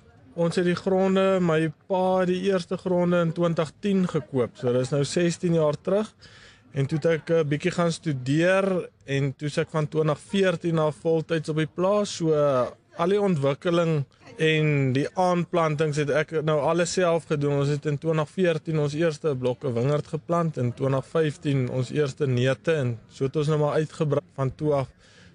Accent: Eastern Cape, South Africa; moved away; ons kom oorspronkelijk uit die Ooskaap uit, so nabij van Starens rivier het my pa was 'n seibokkar makelaar, en daar het hy gemelk ook, so ek het op 'n melkplaas groot geraak.

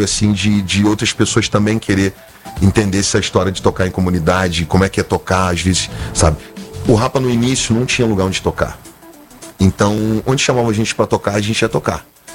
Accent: Rio de Janeiro, Brazil; sou carioca

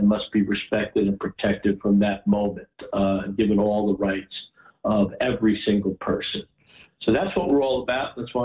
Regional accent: Bergenfield, New Jersey, United States; also born or lived in New York City; now in Arizona, United States; Well, I grew up in Bergenfield.

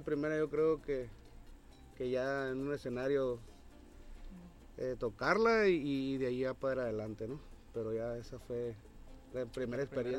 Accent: Bahía Tortugas, Baja California Sur, Mexico; Mi papá fue cantante allá en el pueblo. Soy de Bahía Tortuga, California Sur.

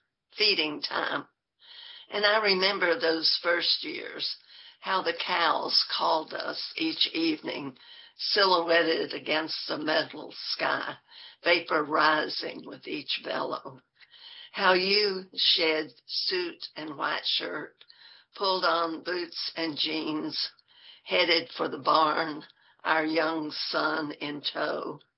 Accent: Kentucky, United States; also born or lived in Granttown, West Virginia; Actually, I was born in West Virginia, born in Granttown. My family moved back to southeastern Kentucky when I guess I was 5

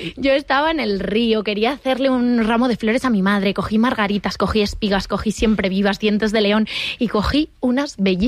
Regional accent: Madrid, Community of Madrid, Spain; siendo madrileña

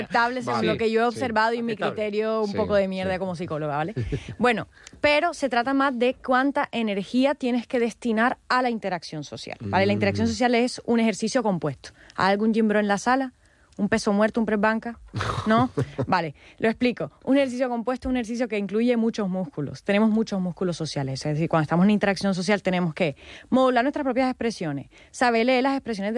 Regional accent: Caribbean coast, Colombia

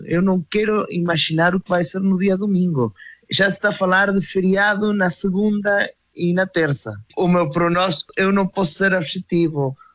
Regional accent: Argentina; sempre com o nosso país, com a Argentina

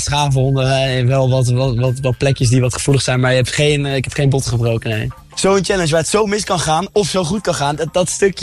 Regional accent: Netherlands; het is gewoon eigenlijk schandalig dat wij als Nederlanders nog 0 keer ons gezicht daar hebben laten zien.

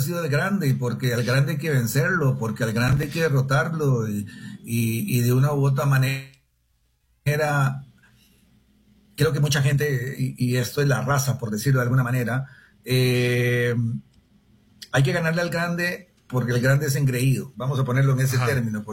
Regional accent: El Salvador

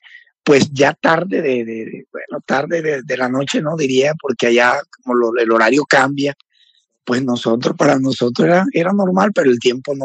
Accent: Caribbean coast, Colombia; pues como todo colombiano, salimos a los Campos de Elíseos, cerquita del Arco del Triunfo, pues a prácticamente oxigenarnos un poquitico, pero como buenos costeños

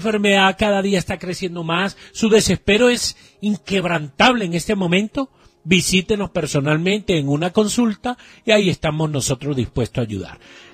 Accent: Catemaco, Veracruz, Mexico; moved away; nosotros venimos de Catemaco, Veracruz. Conocemos lo que es la pobreza. Conocemos lo que es la humildad.

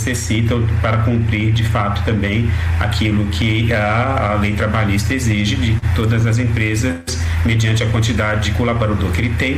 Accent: São Paulo, Brazil; Eu disse que eu sou de São Paulo, tem hora que eu falo o sinal, o semáforo, né?

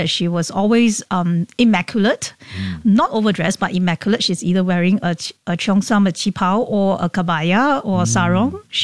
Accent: Singapore; born there; I was born in Singapore, but my parents are Malaysian. Mm-hmm. So my mom is from Penang.

